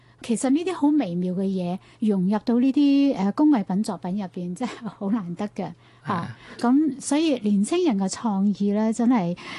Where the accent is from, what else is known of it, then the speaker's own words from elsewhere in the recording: Guangdong, China; 咁我哋廣東人咧，即係好多歇後語啊，